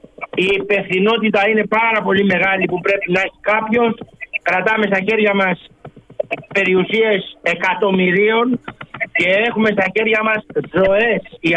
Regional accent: Skyros, Central Greece, Greece; Έχω γεννηθεί εδώ στη Σκύρο, οπότε ως εκ τούτου έχω αυτό το μπλε της θάλασσας, αυτό που μας συνεπήρε βέβαια όλους τους ναυτικούς. Μεγάλωσα μέσα στη θάλασσα, μέσα στις βάρκες, μέσα στα καΐκια.

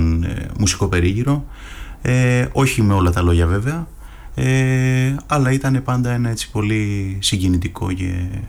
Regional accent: Katerini, Central Macedonia, Greece; είμαι από την Κατερίνη

